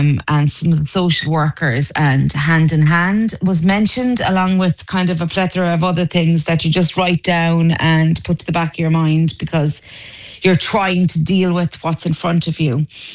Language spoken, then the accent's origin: English; Ahascragh, County Galway, Ireland; now in Mullinahone, Ireland; from Ahaskra originally, and I'm living now in Tipperary for the last 20-something years, based in Mullnahone.